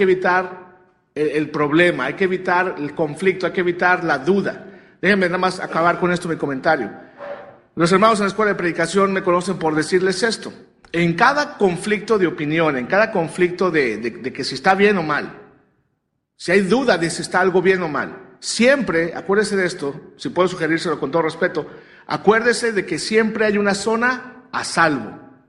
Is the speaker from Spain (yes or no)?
no; Mexico; moved away; Si usted creció como yo crecí en México, sin arbolito de Navidad